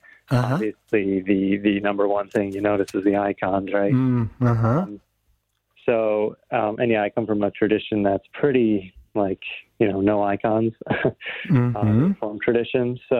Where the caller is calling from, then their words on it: Orlando, Florida, United States; I'm in Florida right now, and it is very hot here.